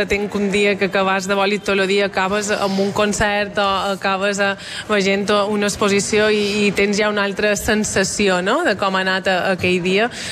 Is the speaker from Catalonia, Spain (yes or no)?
no; Balearic Islands, Spain